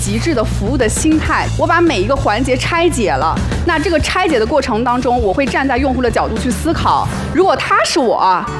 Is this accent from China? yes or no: yes; southern China, China; also born or lived in Beijing; now in Shanghai, China; 因为我是南方人嘛